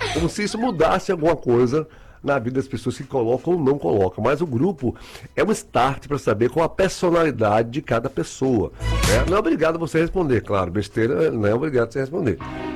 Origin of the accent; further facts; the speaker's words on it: Salvador, Bahia, Brazil; Eu sou de Salvador, Bahia.